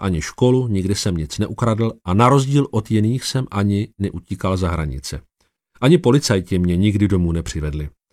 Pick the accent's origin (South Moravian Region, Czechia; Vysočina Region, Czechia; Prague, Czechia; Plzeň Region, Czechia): South Moravian Region, Czechia; Tišnov; also born or lived in Brno; Pocházím z Tišnova, což je město v okrese Brno-venkov, asi 20 km severozápadně od Brna, nedaleko soutoku Svratky a Loučky. Ovšem na svět jsem přišel v Brně